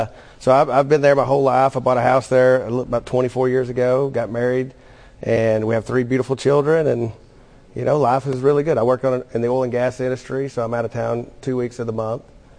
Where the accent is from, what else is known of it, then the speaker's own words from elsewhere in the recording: Cecil, Arkansas, United States; I'm from Cecil, Arkansas. I'm a sixth generation